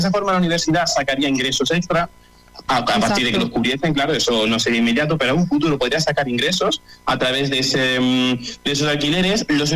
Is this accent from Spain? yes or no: yes; Mérida, Extremadura, Spain; Yo no quiero irme fuera, yo soy de Mérida y soy un emeritense muy orgulloso.